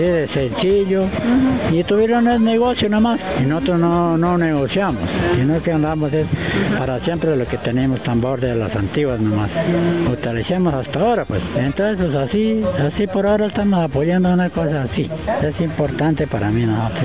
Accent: Colombia; yo soy de Solapa, ¿no? … vereda Solapa.

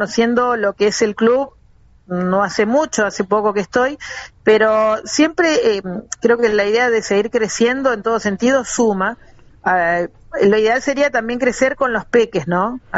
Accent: Argentina; moved away; Yo soy argentina, me inculcaron de tal manera en Buenos Aires

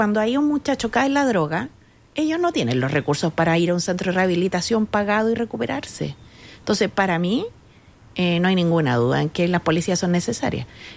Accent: Chile; ante todo soy chilena.

